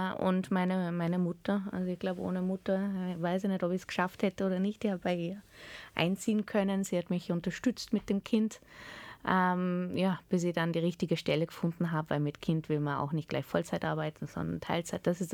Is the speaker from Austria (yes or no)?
yes; Austria; born there; aber wir haben immer Deutsch geredet, ich bin in Österreich geboren, ich habe in Österreich maturiert. Jetzt bin ich wieder in Österreich seit 16 Jahren, also ich bin schon viel mehr Österreicherin als Holländerin.